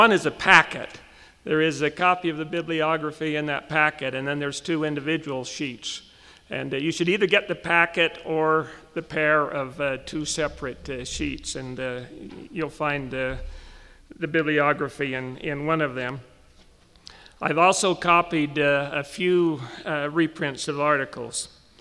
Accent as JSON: {"language": "English", "town": "Ephraim", "region": "Utah", "country": "United States", "tie": "born or raised there", "said": "Growing up in Ephraim and Sanpete County, I was acquainted, and then only casually, with four non-Mormons, two of whom subsequently converted."}